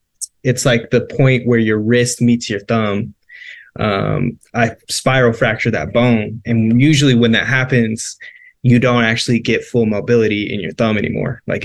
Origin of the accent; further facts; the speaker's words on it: Milwaukee, Wisconsin, United States; growing up in Milwaukee. You know, it's hard in Milwaukee. It's not easy.